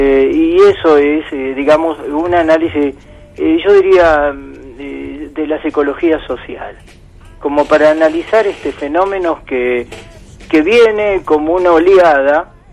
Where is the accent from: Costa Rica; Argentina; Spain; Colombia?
Argentina